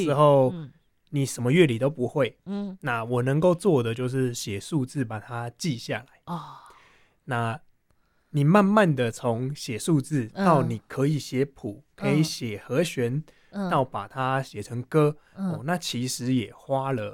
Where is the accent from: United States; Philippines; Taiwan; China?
Taiwan; Changhua County; 我是彰化人。